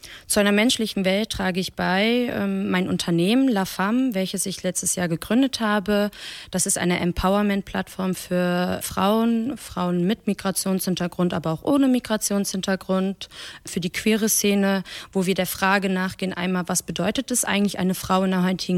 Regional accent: Hanover, Lower Saxony, Germany; born there; first language Persian; German is a second language; ich bin 30 Jahre alt und geboren bin ich in Hannover.

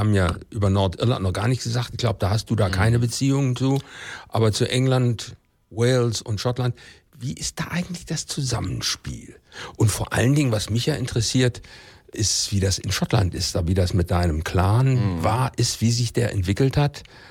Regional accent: Germany; bei uns in Deutschland

